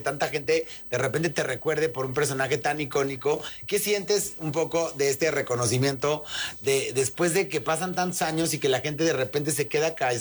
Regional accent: Mexico; a nosotros como mexicanos

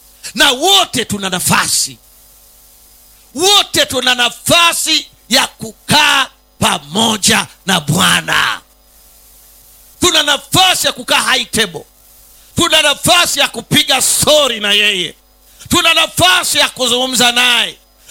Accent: Kilimanjaro, Tanzania; Mimi natokea Kilimanjaro.

